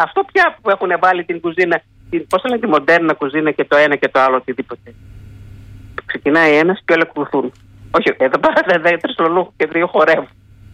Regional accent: Macedonia, Greece; Άλλο εμείς εδώ στη Μακεδονία έχουμε

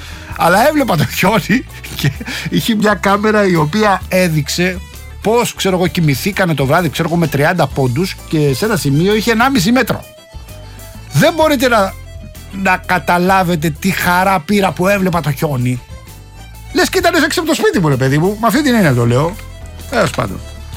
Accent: Rafina, Attica, Greece; στην πατρίδα μου στη Ραφίνα

